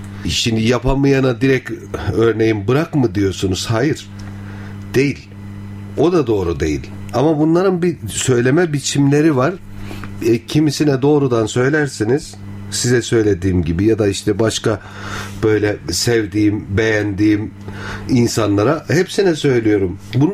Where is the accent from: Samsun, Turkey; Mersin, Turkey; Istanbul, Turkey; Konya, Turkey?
Samsun, Turkey; born there; 1979 yılında Samsun'da doğdum.